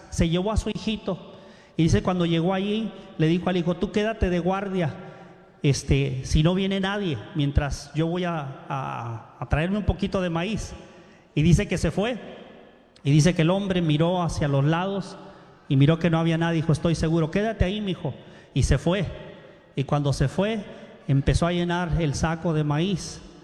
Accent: Mexico; ¿Qué es lo que sucede en las películas, los que somos de México, esas películas de al que lo habían dejado

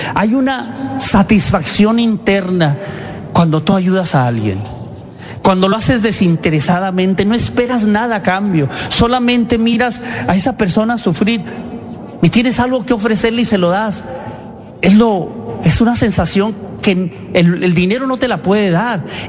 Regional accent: Mexico

